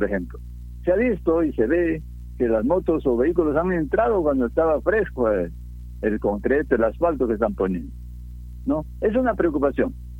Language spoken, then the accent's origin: Spanish; Lamas, San Martín, Peru; y yo también quiero a mi Lamas, porque soy de Lamas.